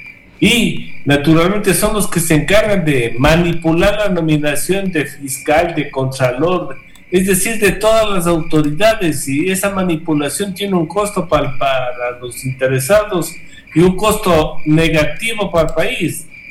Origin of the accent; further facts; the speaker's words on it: Ecuador; tenemos que pensar como ecuatorianos